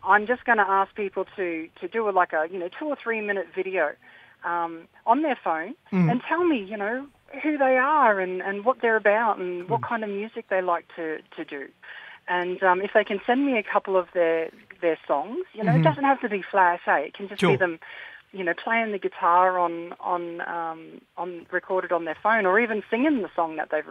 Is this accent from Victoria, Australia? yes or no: no; Chillagoe, Queensland, Australia; now in Mareeba, Australia; I'm originally from Chiligo, but Mareeba's my